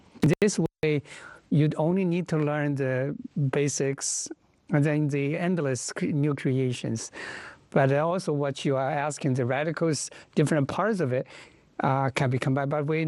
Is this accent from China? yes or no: yes; China; English is a second language; I mean, I come from China. I come from the place, big land, big river, big lakes.